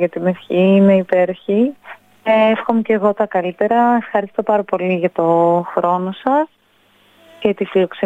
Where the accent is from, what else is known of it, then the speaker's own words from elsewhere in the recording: Thessaloniki, Central Macedonia, Greece; now in Athens, Greece; στην πόλη μου τη Θεσσαλονίκη